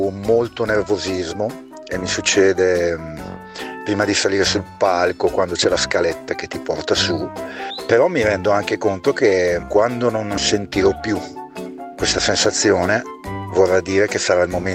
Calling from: Casalgrande, Emilia-Romagna, Italy; da Casalgrande.

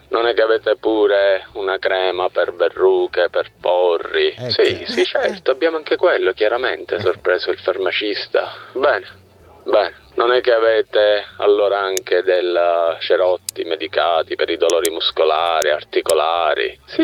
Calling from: Palermo, Sicily, Italy; da Palermo

